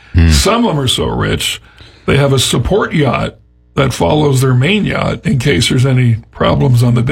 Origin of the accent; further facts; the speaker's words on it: Kingston, Ontario, Canada; I grew up in Portsmouth, which in those days, you know, was a little bit of a lower-income part of Kingston, for sure.